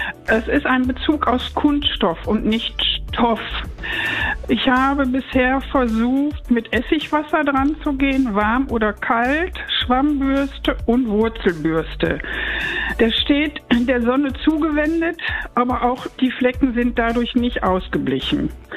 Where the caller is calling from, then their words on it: Neukirchen-Vluyn, North Rhine-Westphalia, Germany; ich rufe aus Neukirchen-Flühen an.